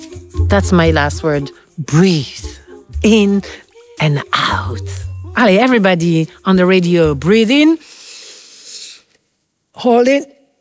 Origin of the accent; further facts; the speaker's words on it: France; accent: French; English is a second language; language was hard for me because they speak Philly slang. And … was always asking me because my French accent.